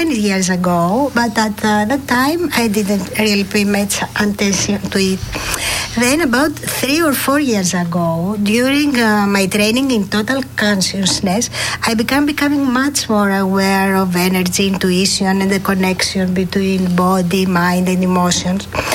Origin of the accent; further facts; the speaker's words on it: Athens, Attica, Greece; now in Crete, Greece; I was born and raised in Athens, where I worked for many years as a primary school teacher.